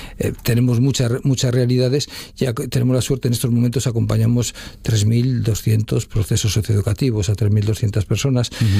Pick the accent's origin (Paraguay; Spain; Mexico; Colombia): Spain; Basque Country; moved away; pero me tenía que marchar de Euskadi. Y dije, ¿a qué sitio puede ir que sea lo más parecido a mi tierra?